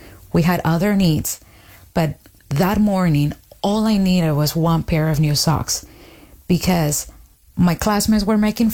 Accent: Honduras; Yeah, so it was very harsh. I am the oldest of four kids, and my dad worked, you know, his whole life.

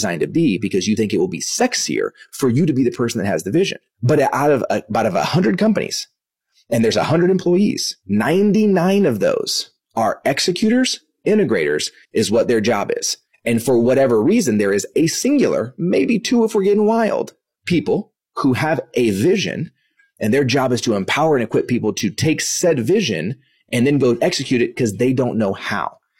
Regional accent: Dallas, Texas, United States; born or raised there; also born or lived in Kansas

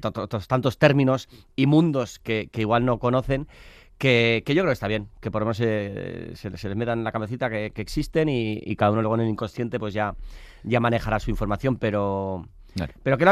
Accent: Basque Country, Spain; rodamos de noche casi todo, y yo soy muy friolero, soy vasco, sí, todo el mundo todo el rodaje, ¡ay, qué frío! Pero si eres vasco, si eres del norte, que soy tan vasco como friolero

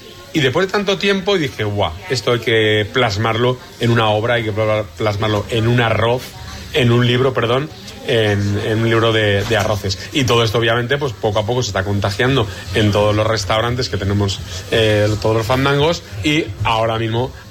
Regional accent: Valencian Community, Spain; yo, como buen valenciano de Castellón, de la provincia de Castellón

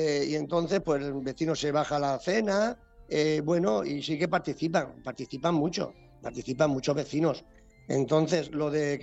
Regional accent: Alicante, Valencian Community, Spain; Sí, yo soy de Alicante, pero digo, soy de la Florida.

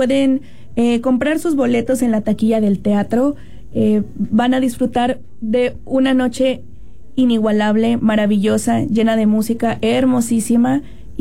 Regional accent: Mazatlán, Sinaloa, Mexico; soy mazatleca. Toda mi formación musical la he tenido aquí en Mazatlán, no en ningún otro lugar.

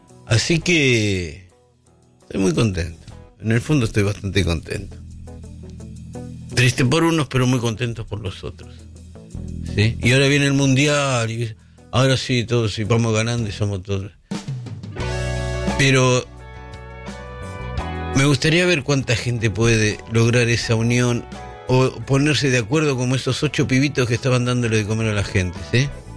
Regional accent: Argentina; sos argentino, y digo argentino. ¿Por qué no nací en Hawái, boludo?

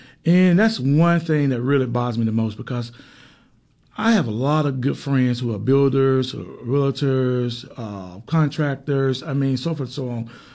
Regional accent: Anson, Alabama, United States; born and raised, like myself, born and raised in Anson, Alabama, who can do the job.

